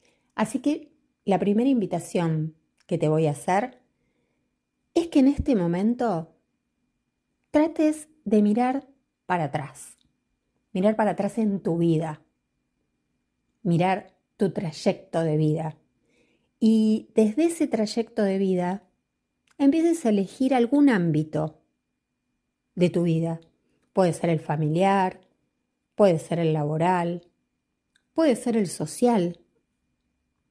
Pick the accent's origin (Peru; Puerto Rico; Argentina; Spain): Argentina; Quilmes, Buenos Aires Province; Soy de Quilmes, Buenos Aires, Argentina.